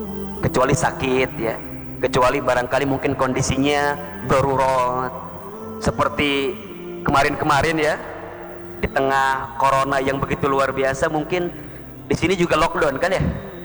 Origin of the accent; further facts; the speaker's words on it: Garut, West Java, Indonesia; Saya waktu di Garut itu, saya aslinya orang Garut gitu